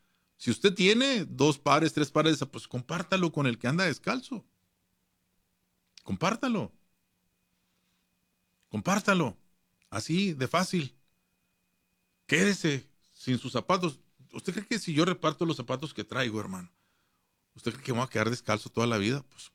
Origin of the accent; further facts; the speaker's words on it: Ciudad Juárez, Chihuahua, Mexico; now in Greeley, United States; Ciudad Juárez, mi tierra natal.